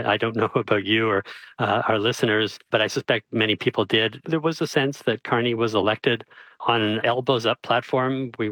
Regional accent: British Columbia, Canada; As a British Columbian, I worry about that.

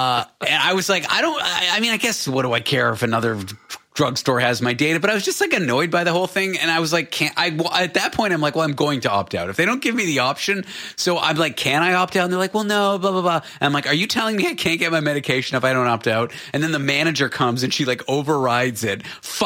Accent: Toronto, Ontario, Canada; Now, growing up in the mean streets of Toronto, my hometown, I would see these signs in the neighborhoods

